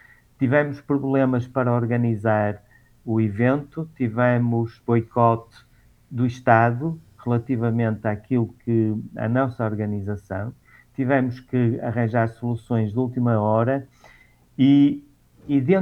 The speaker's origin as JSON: {"language": "Portuguese", "country": "Portugal", "said": "Nós não poderíamos, como bons portugueses e bons irmãos que somos"}